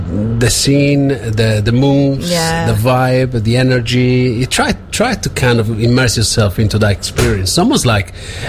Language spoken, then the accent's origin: English; Sardinia, Italy; moved away as an adult; also born or lived in Sheffield; now in Alton, United Kingdom; I'm from Sardinia.